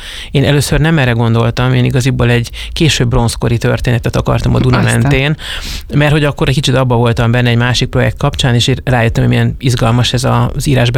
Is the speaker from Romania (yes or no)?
yes; Cluj-Napoca, Cluj County, Romania; Tehát ott nőttem föl. Szeretem is azért, tehát hogy nem mondanám azt, hogy nem vagyok büszke, mert büszke vagyok arra, hogy Kolozsváron születtem, és hogy ismerem, és szívesen beszélek róla, vagy mutatom meg másoknak.